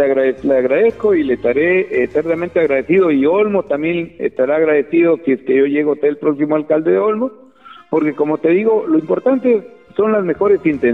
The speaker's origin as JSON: {"language": "Spanish", "town": "Olmos", "region": "Lambayeque", "country": "Peru", "moved": "yes", "said": "Yo soy consciente de que era la oportunidad de volver y estoy nuevamente en mi pueblo. O sea, yo voy y vengo porque tengo mi casa aquí en Olmos. El año 2022 hice mi casa"}